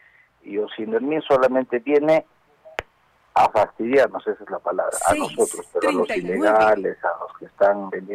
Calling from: Arequipa, Peru

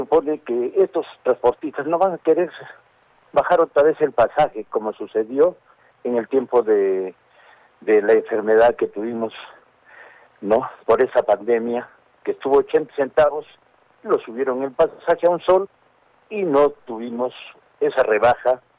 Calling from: Arequipa, Peru; nuestra ciudad de Arequipa.

